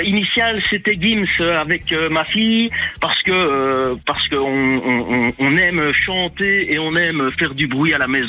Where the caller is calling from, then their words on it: Esneux, Wallonia, Belgium; Je suis à Esneux, région de Liège.